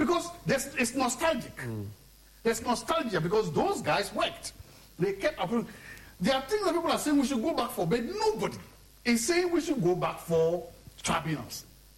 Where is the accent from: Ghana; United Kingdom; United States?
Ghana; Tumu, Upper West; You go to Tumu, my hometown, there's a market in Tumu.